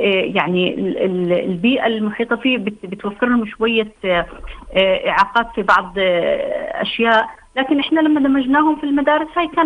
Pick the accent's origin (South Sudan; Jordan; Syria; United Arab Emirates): Jordan; عندنا بالأردن